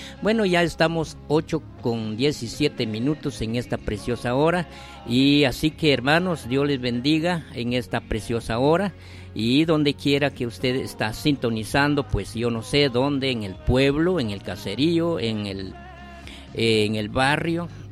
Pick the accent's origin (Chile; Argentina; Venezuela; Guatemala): Guatemala; San Juan Sacatepéquez, Guatemala Department; allá en mi pueblo también, allá en San Juan Zacatepeques